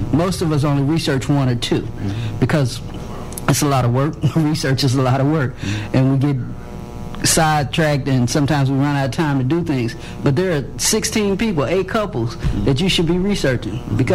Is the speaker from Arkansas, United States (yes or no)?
yes; Little Rock, Arkansas, United States; growing up in the South End